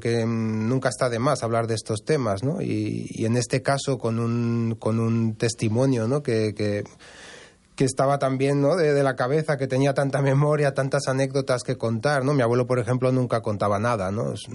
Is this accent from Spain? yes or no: yes; Catalonia, Spain; siendo catalán también como yo